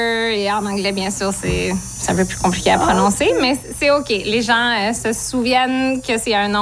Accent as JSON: {"language": "French", "town": "Ottawa", "region": "Ontario", "country": "Canada", "said": "Moi, je viens d'Ottawa, donc c'est quand même un peu plus loin de ma famille"}